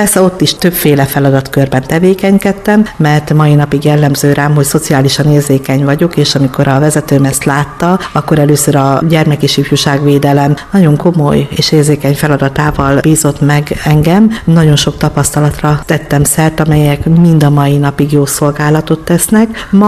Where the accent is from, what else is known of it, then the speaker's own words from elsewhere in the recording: Kisgyarmat, Szabolcs-Szatmár-Bereg, Hungary; now in Fehérgyarmat, Hungary; Én Fehérgyarmaton születtem, tőzsgyökeres fehérgyarmatiak a szüleim is, Kisgyarmatban nőttem fel rokonok és ismerősök között.